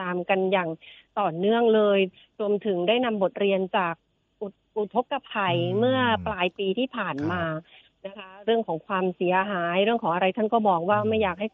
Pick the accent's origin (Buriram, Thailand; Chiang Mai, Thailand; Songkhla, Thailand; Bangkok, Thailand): Songkhla, Thailand; Krasae Sin; ดิฉันยิ่งดีใจเข้าไปอีกเพราะว่าดิฉันเป็นเด็กกระแสสินค่ะเป็นคนกระแสสิน